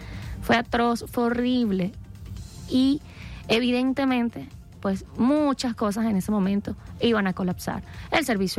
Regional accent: Venezuela; lo que verdaderamente somos los venezolanos y las venezolanas, de nuestra identidad

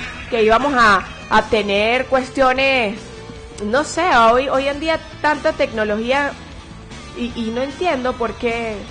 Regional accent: Venezuela; Esos somos los venezolanos, donde llegamos ya es como si los conociéramos de toda la vida.

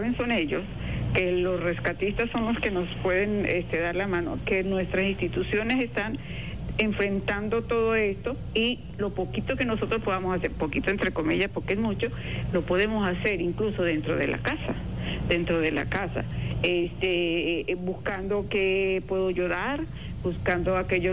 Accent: Venezuela; primero porque dentro de nuestra identidad como venezolanos está la solidaridad.

